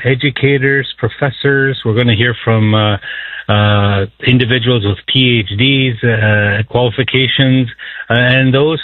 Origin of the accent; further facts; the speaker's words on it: Saskatchewan, Canada; first language Cree; English is a second language; We spoke Cree first before we even went to school. We learned English in elementary school in Paignton, Saskatchewan, but I always remember hearing the language.